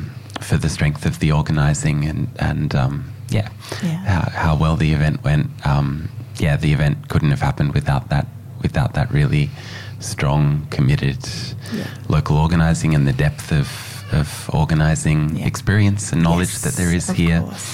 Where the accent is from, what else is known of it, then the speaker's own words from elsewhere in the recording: Australia; It makes all of us as Australian citizens, whether we like it or not, sort of, implicated in war crimes and genocide abroad.